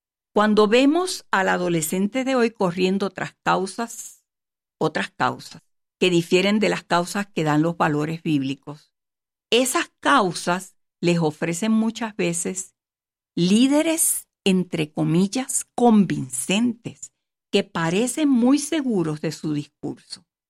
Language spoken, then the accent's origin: Spanish; Puerto Rico; mi país natal, Puerto Rico